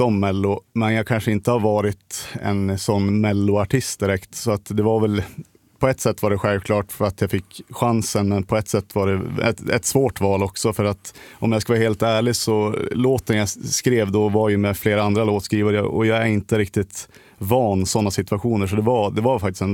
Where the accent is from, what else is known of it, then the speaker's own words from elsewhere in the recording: Västernorrland County, Sweden; att spela på hemmaplan. För då var det ju, ja, men du vet hur det är. Man är från ett litet ställe